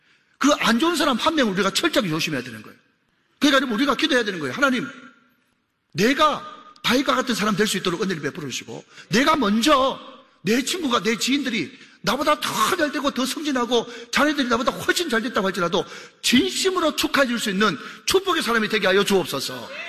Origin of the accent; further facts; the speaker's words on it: South Korea; 저도 한국 사람이지만